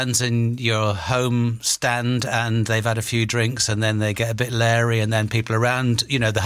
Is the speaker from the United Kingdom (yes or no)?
yes; Edinburgh, Scotland, United Kingdom; I grew up in Edinburgh, and they used to call it Old Reeky because of the breweries.